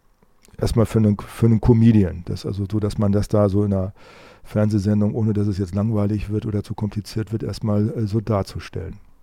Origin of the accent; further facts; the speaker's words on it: Saxony, Germany; Ich bin Sachse. Na und? Ja, leider.